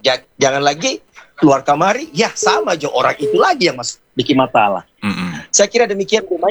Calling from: Bitung, North Sulawesi, Indonesia; Saya Pak … dari Kota Bitung.

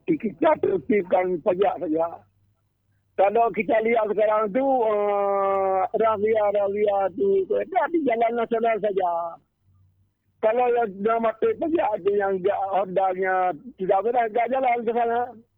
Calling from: Aceh, Indonesia

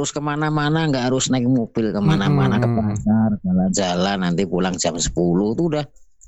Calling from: Yogyakarta, Special Region of Yogyakarta, Indonesia; saya orang Jogja

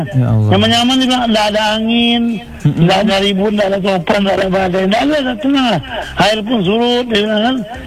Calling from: West Java, Indonesia; Kita juga orang Barat

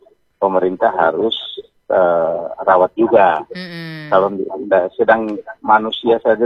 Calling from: Bitung, North Sulawesi, Indonesia; Saya di Bitung.

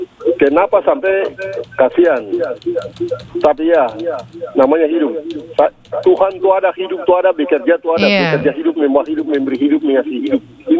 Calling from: Papua, Indonesia; kita orang Papua ini miskin, bukan kita yang miskin

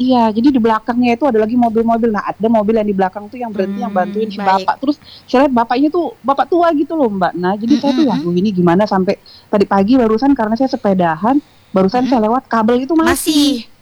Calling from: West Nusa Tenggara, Indonesia; keluhan kita sebagai warga Ireng. Kebetulan saya tuh tinggalnya di Ireng, cuman sekarang lagi di Ampenan.

